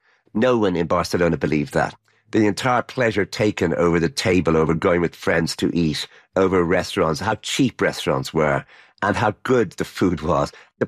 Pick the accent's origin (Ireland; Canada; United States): Ireland; Because I'm Irish, so many of the things that were happening were so close to things that had happened in Ireland